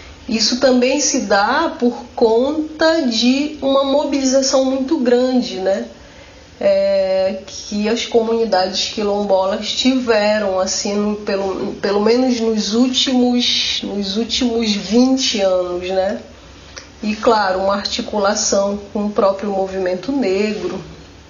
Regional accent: Pará, Brazil; na região do Rio Bujaru, aqui no Pará, na região Guajarina, de onde eu sou

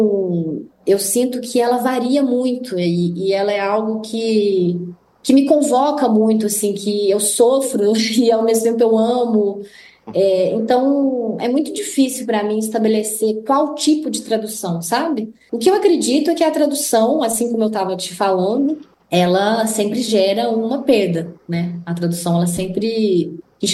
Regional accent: Brazil

